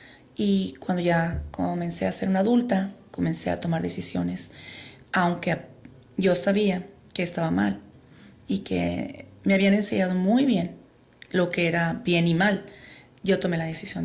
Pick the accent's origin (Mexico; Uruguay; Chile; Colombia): Mexico; Bueno, yo soy mexicana.